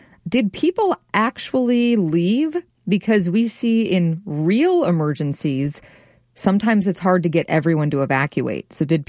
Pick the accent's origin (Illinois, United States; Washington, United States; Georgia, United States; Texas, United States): Washington, United States; Spokane; But I'm from Spokane